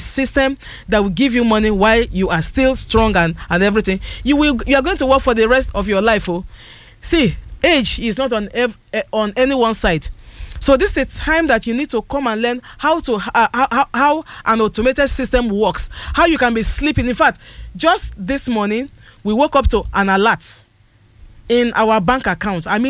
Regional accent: Lagos, Nigeria; No, yeah. No. We're from Lagos.

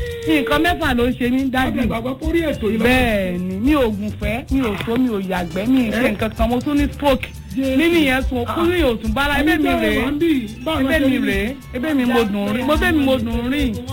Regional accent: Oyo, Nigeria; Àdúgbò Ìjòkú ni mo ti wá.

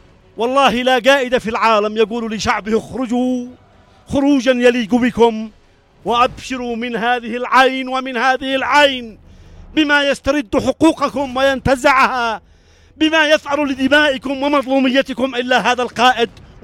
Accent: Yemen; انا كمواطن يمني

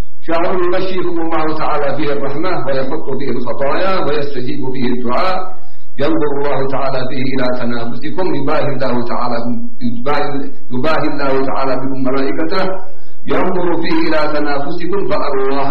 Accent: Yemen; عندنا في اليمن

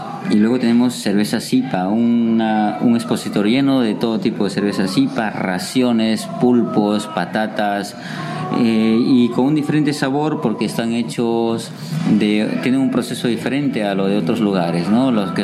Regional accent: Peru; Y yo, aparte que yo soy de Perú, y en Perú pues tenemos mucha variedad de gastronomía, ¿no?

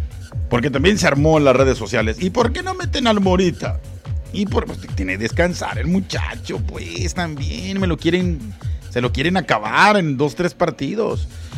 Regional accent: Jalisco, Mexico; moved away; Yo no puedo negar mi cruz de mi parroquia. Yo soy de Jalisco, sí señor.

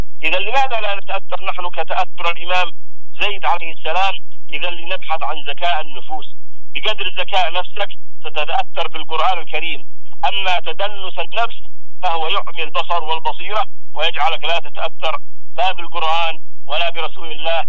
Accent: Yemen; نحن كشعب يمني

